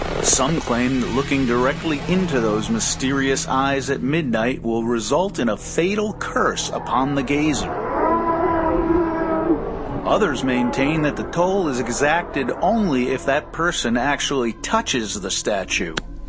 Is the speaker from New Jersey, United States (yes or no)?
yes; New Jersey, United States; our beloved Garden State